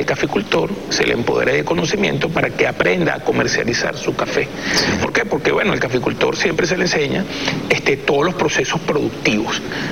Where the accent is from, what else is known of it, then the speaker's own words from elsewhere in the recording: Venezuela; en el caso de nosotros, como venezolanos